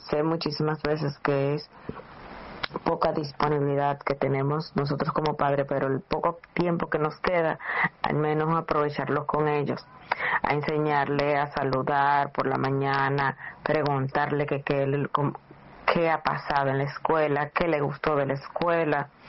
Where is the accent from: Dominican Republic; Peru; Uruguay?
Dominican Republic; now in United States; soy dominicana, pero resido en los Estados Unidos.